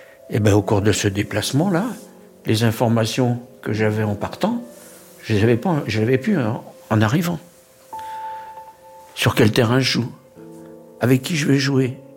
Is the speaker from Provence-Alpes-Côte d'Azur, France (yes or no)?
no; Laval, Pays de la Loire, France; Je vais avoir 78 ans. Je suis donc natif de Laval, de la Mayenne.